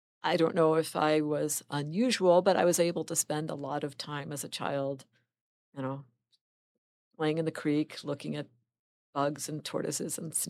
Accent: Maryland, United States; I grew up in Maryland, not far from Washington, D.C. So it wasn't exactly the wilderness, but I was fortunate to grow up sort of surrounded by a lot of nature. There was a creek behind my house. I was across the street from a state park

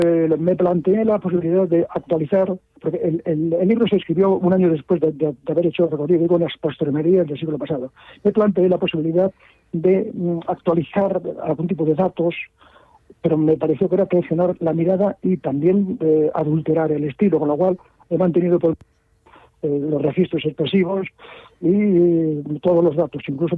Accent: Burgos, Castile and León, Spain; en Burgos, que es mi tierra

